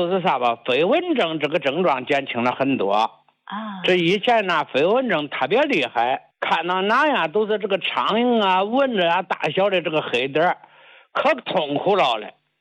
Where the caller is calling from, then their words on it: Henan, China; 我是河南的，今年呢74了